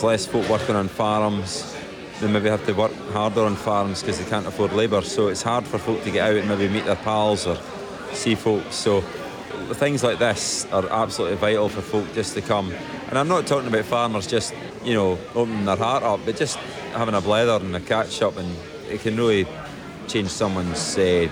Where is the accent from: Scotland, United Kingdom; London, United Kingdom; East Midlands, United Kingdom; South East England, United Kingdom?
Scotland, United Kingdom; back home in Perthshire